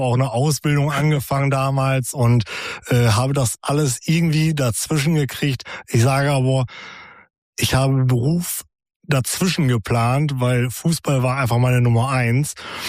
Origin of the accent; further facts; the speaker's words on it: Hagen am Teutoburger Wald, Lower Saxony, Germany; Aufgewachsen bin ich in Hagen am Teutoburger Wald, ganz besinnlich, ganz in einer sehr vernünftigen, normalen Familie